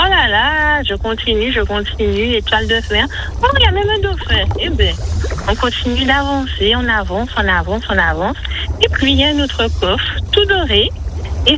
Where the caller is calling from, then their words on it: Martinique; je suis en Martinique.